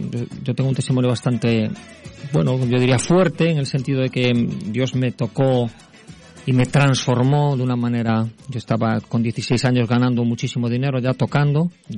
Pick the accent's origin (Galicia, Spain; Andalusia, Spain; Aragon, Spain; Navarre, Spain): Galicia, Spain; Yo soy gallego, que es norte, noroeste de España, justo a la otra punta de Barcelona. Uh-huh. Y sí, bien, bien español, aunque bueno, un poco del mundo, ¿no?